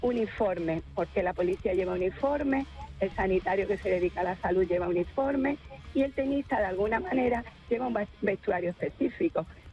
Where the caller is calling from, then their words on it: Málaga, Andalusia, Spain; Soy de Málaga capital, sí, pero llevo una semana aquí por vuestras tierras gallegas, porque ajá, tengo amigos aquí desde hace más de 25 años.